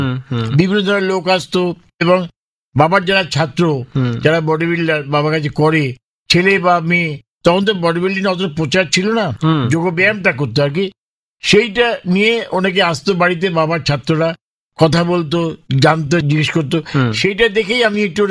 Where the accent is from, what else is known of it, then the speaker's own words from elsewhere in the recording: Kolkata, West Bengal, India; ছোটবেলাটা আমার কেটেছে বিনস্ট্রিটের কাছে, WC বেঞ্জি স্ট্রিট।